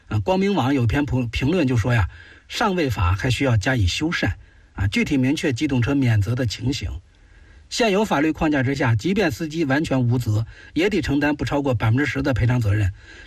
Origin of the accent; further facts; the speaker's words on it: Hebei, China; 胡林鹏是我们河北人啊，95年出生